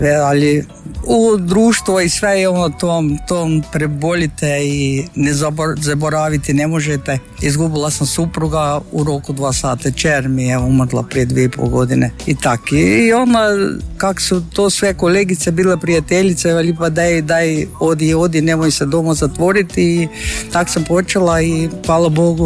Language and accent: Croatian; Veliko Trgovišće, Krapina-Zagorje County, Croatia; Ja sam iz Velikog Trgovića